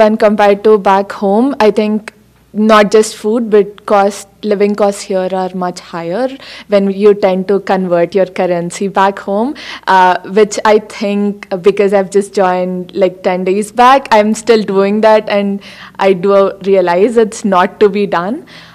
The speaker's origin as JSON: {"language": "English", "country": "India", "moved": "as an adult", "lives_now": "Canada", "said": "I'm from India. I'm a first-year master's student."}